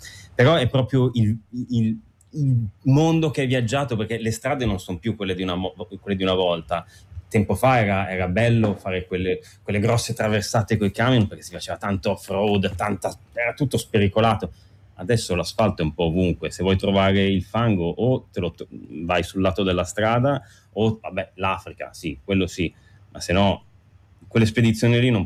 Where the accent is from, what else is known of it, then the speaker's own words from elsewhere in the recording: Milan, Lombardy, Italy; Stavolta a Milano. Comunque sono di Milano, mio padre è di Torino.